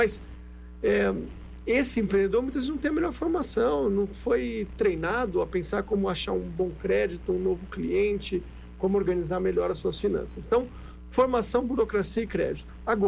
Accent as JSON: {"language": "Portuguese", "region": "São Paulo", "country": "Brazil", "tie": "born or raised there", "said": "Ainda bem, eu cresci em São Paulo, nasci em São Paulo, minha família toda cearense."}